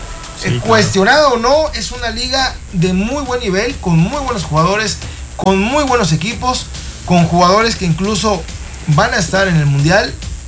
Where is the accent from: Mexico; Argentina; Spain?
Mexico; como mexicano, me da gusto que una mexicana pueda participar